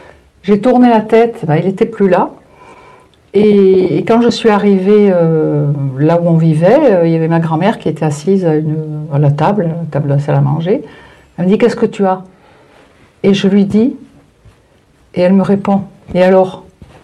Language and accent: French; Calvi, Corsica, France; donc je suis corse et on habitait à Calvi.